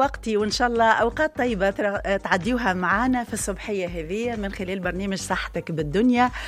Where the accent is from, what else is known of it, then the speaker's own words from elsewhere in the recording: Tunisia; تعبر على هويتنا احنا كتوانسه.